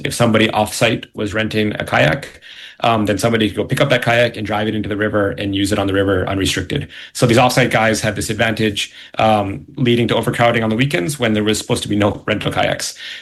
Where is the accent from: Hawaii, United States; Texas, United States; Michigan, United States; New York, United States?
Hawaii, United States; Wailua Homesteads; Yeah, I was born and raised in Wailua Homesteads. I lived there till I was 18. I lived through the daily struggle of, you know, driving that corridor. I went to school in Lihue.